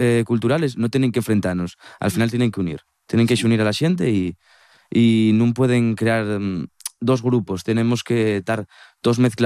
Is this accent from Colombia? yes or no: no; Asturias, Spain; sobre todo cuando aquí en Asturias somos todos asturianos, somos todos, por así decirlo, hermanos de una misma patria, de Asturias.